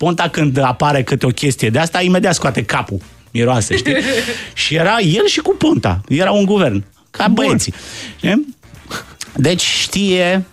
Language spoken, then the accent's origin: Romanian; Brașov County, Romania; și eu sunt din Țara Făgărașului